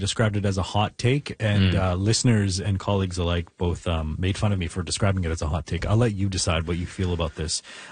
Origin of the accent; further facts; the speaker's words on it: Vancouver, British Columbia, Canada; moved away as an adult; now in Victoria, Canada; I'm saying this as someone who's born and raised in Vancouver, now live in Victoria.